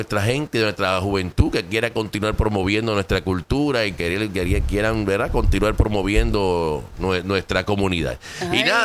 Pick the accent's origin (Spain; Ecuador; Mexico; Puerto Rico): Puerto Rico; es porque somos boricua.